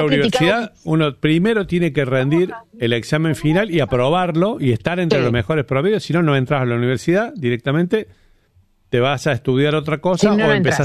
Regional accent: Argentina; nos cuesta trabajo entender desde la Argentina

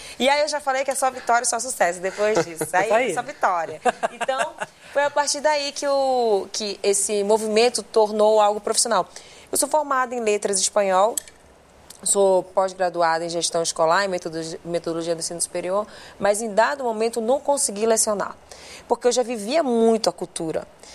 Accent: Manaus, Amazonas, Brazil; born there; Eu nasci em Manaus.

